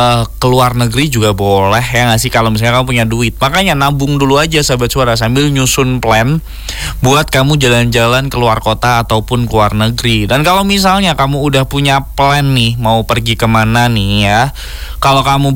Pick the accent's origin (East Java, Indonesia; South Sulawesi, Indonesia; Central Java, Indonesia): Central Java, Indonesia; Semarang; Kan kadang sebagai warga Semarang tuh kan juga capek kan, setiap hari tuh ngeliat city light mulu.